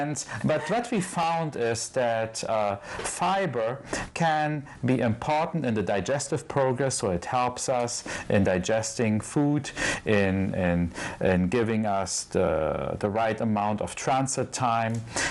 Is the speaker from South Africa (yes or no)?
no; Germany; English is a second language; moved away; I'm originally from Germany